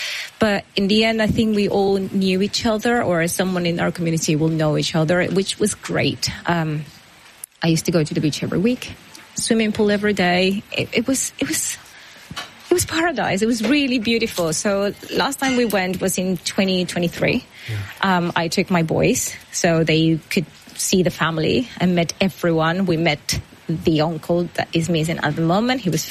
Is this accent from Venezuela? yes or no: yes; La Guaira, Venezuela; born or raised there; moved away